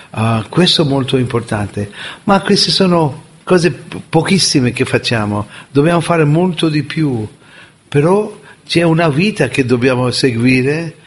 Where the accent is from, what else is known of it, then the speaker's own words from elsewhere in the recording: India; Italian is a second language; moved away; io, come indiano in Pakistan, sono sicuramente benvenuto da parte loro